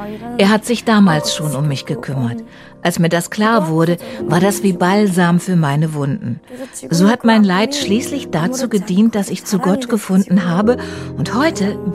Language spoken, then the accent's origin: German; North Korea; German is a second language